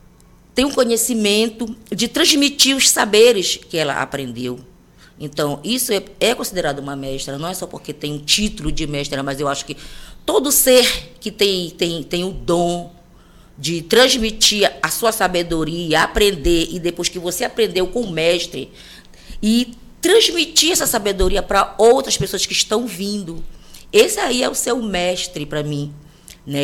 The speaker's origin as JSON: {"language": "Portuguese", "town": "Belém", "region": "Pará", "country": "Brazil", "tie": "born there", "moved": "as an adult", "lives_now": "Icoaraci, Brazil", "said": "Eu nasci em Belém, mas me mudei para Icoraci há mais de 30 anos, né? Devido ao clima. Aí eu tive que me mudar para Icoraci."}